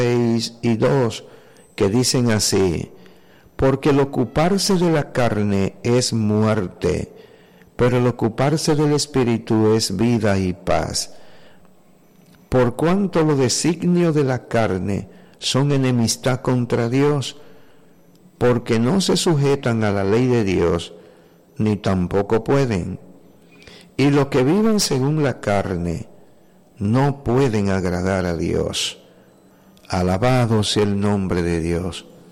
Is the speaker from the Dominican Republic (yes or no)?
yes; Dominican Republic; nosotros como dominicanos